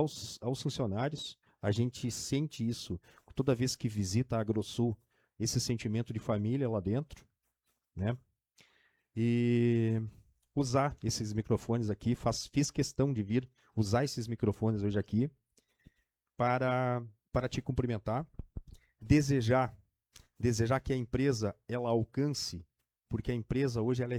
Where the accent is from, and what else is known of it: Rio Grande do Sul, Brazil